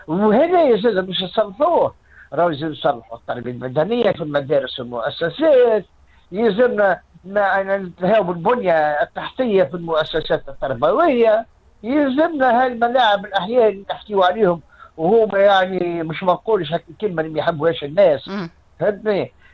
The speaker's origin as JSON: {"language": "Arabic", "country": "Tunisia"}